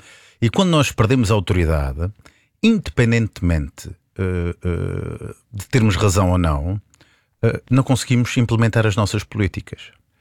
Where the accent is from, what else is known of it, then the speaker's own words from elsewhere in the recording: Azores, Portugal; Eu como açoriano